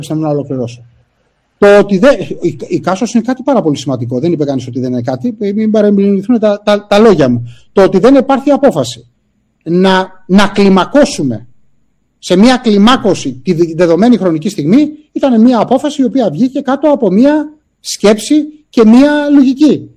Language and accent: Greek; Mytilene, North Aegean, Greece; τον ίδιο τον τόπο μου και την ίδια το μέρος το οποίο υποστήριζα ως αντισταγματάρχης